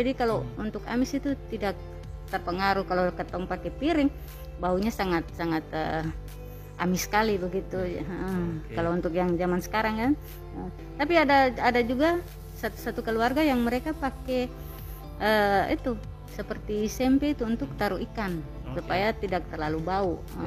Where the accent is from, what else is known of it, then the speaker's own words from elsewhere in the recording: Ambon, Maluku, Indonesia; sedangkan kita di Ambon sini